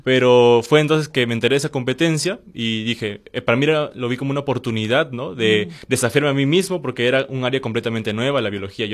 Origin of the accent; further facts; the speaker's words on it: Lima, Peru; yo, como tal, yo soy de Chorrillos